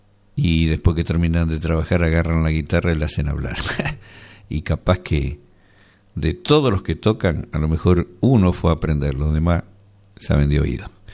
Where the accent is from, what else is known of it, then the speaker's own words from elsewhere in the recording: Argentina; Siendo argentino